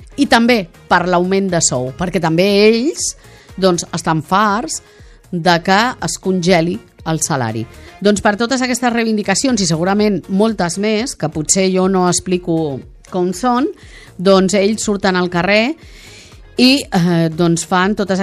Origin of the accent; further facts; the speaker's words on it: Montornès del Vallès, Catalonia, Spain; especialment de Montornès, que és el meu poble